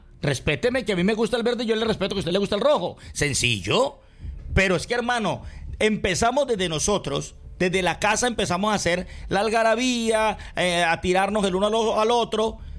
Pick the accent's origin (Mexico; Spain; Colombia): Colombia; Empecemos por respetarnos los dos, Rafa. Y verá que yo creo que podemos exigir respeto los dos como colombianos.